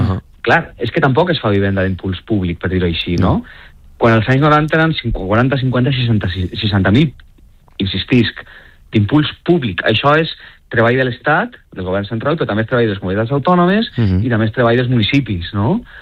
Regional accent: Valencia, Valencian Community, Spain; com jo soc del Cabanyal, conec molt bé el cas del Cabanyal, perquè és el barri del que soc jo no visc allí ja, però he viscut allà, no?

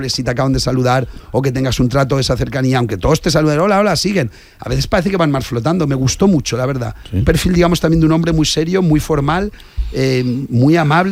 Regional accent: Valencia, Valencian Community, Spain; yo soy de Valencia

